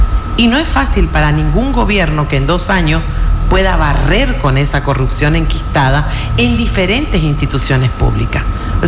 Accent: Chaco, Argentina; Yo que vengo del Impenetrable

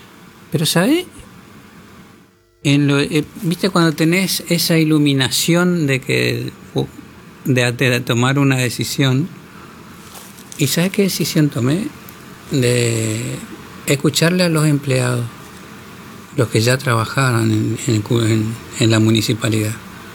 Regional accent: Paso de los Libres, Corrientes, Argentina; born there; moved away; also born or lived in La Cruz / Buenos Aires; siendo de Paso de los Libres

